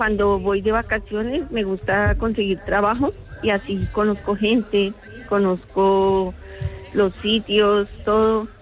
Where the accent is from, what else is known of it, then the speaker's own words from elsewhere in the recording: Colombia; now in Spain; Porque yo vengo de Colombia. Llevo 28 años aquí en España.